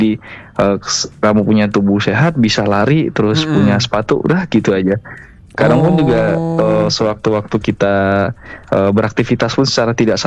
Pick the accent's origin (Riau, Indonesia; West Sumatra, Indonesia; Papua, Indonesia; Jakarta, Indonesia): West Sumatra, Indonesia; Padang; moved away as an adult; now in Bandung, Indonesia; Saya kebetulan asli Padang kak.